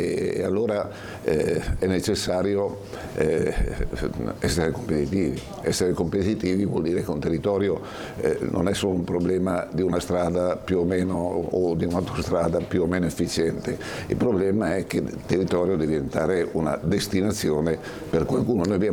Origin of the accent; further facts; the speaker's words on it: Piedmont, Italy; Marengo, per dire